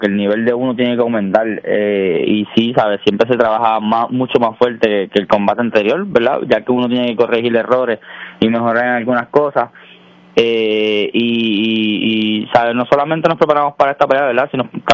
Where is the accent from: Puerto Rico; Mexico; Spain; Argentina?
Puerto Rico; Aguadilla; Sí, de aquí, del Cerro Calero.